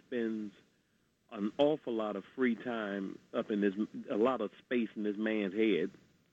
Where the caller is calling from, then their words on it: Queens, New York, United States; calling out of Queens, New York.